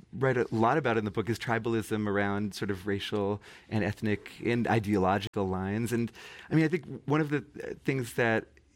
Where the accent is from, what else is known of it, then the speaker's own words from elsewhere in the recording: Massachusetts, United States; my home state of Massachusetts.